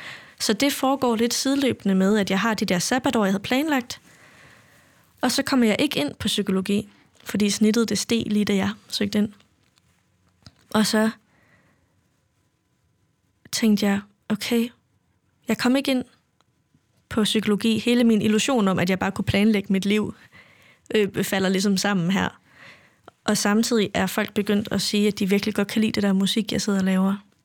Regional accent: Central Denmark Region, Denmark; Ja. Ja, en lille bitte landsby i Vestjylland.

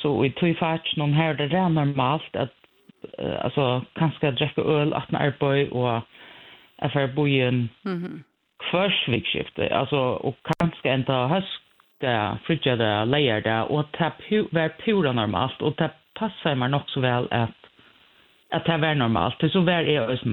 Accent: Klaksvík, Faroe Islands; Swedish is a second language; och jag kommer från Klagsvik. Jag är 48

